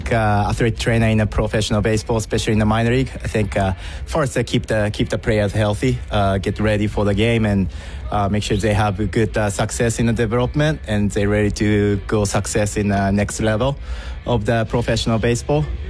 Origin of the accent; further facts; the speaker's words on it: Japan; English is a second language; moved away as an adult; I born and raised in Japan, and as everyone knows, the baseball is very huge in Japan. I played baseball in Japan too.